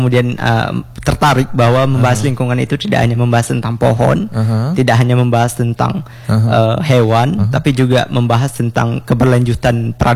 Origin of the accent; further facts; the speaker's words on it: Aceh, Indonesia; first language Jamee; Indonesian is a second language; dari Perkumpulan Pembela Lingkungan Hidup Kalau untuk asal daerah itu aslinya di Aceh Selatan